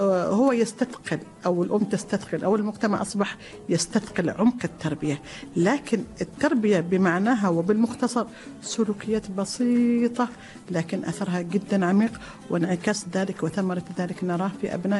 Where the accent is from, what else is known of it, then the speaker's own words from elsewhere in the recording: Dhofar, Oman; accent: Dhofari; بلهجتنا الظفارية، نعم.